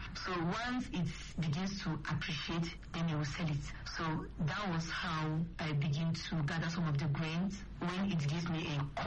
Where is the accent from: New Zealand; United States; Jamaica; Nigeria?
Nigeria; Damakasua, Kaduna State; So I grew up in Damakasua, Southern Kaduna.